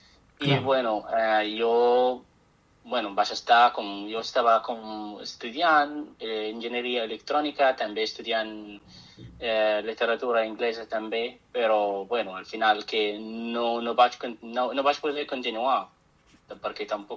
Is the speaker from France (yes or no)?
no; Syria; Catalan is a second language; moved away as an adult; now in Molins de Rei, Spain; jo sóc originalment de Síria, però fa 9 anys que visc aquí en Catalunya, en Molins de Rei exactament. I sí, jo vivia en Síria, bueno, tota la meva vida, fins al 24, 23